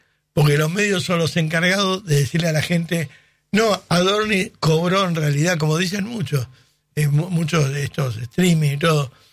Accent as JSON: {"language": "Spanish", "country": "Argentina", "said": "Pero hablo como argentino."}